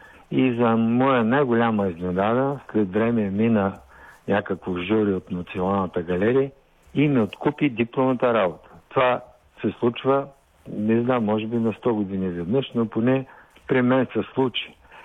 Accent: Plovdiv, Plovdiv Province, Bulgaria; понеже съм пловдивчанин

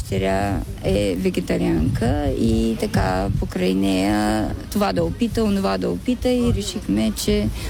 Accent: Dobrich, Dobrich Province, Bulgaria; Ние сме от Добрич, но работилницата, която имаме, е в едно селце до град Добрич на 4-5 км. Селото се казва Плачи дол.

